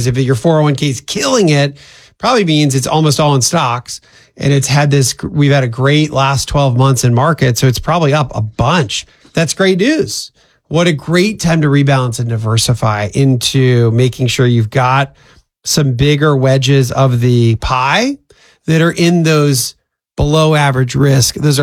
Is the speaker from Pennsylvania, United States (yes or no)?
yes; Pennsylvania, United States; I'm from Pennsylvania, and there's a phrase that was very often said growing up